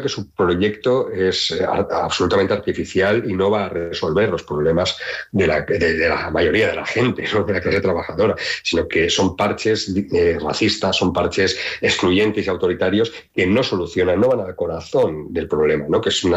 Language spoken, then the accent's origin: Spanish; Valencian Community, Spain; yo soy valenciano